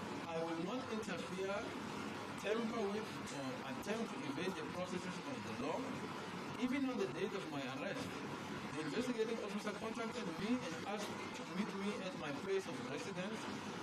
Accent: Giyani, Limpopo, South Africa; also born or lived in Malamulele; I'm a citizen of South Africa with identity number 881213-0736-085. I was born in Malamulele on the 30th day of December 1988 and I'm currently 38 years old. I attended primary school as well as high school at Kanyisa Education Center situated in Giyani.

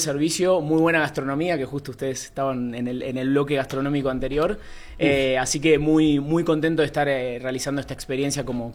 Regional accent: Buenos Aires, Argentina; now in Mexico City, Mexico; Soy argentino de Buenos Aires, tengo 33 años.

